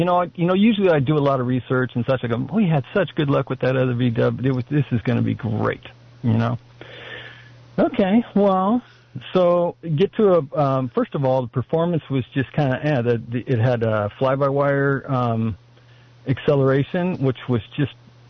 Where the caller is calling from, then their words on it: Live Oak, California, United States; in Live Oak.